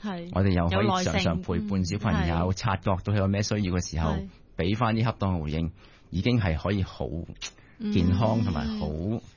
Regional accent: China; 其實證明咗我哋中國人個至理名言咧，就係三歲定八十。

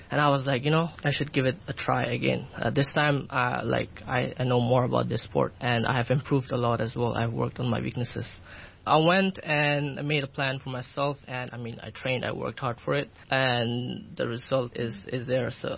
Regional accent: Hong Kong; I am from Pakistan, but I was born and raised here in Hong Kong. My parents are from Pakistan as well, but my dad was also raised here in Hong Kong.

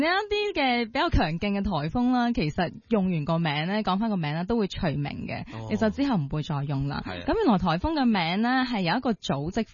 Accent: Hong Kong

